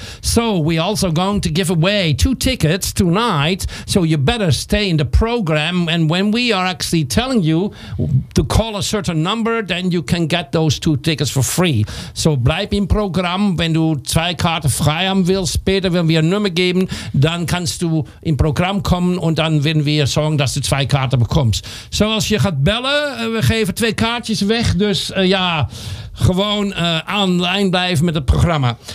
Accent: Amsterdam, North Holland, Netherlands; Ich komme aus Amsterdam.

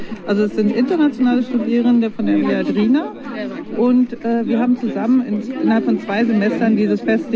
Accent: Leipzig, Saxony, Germany; und bin aus Leipzig.

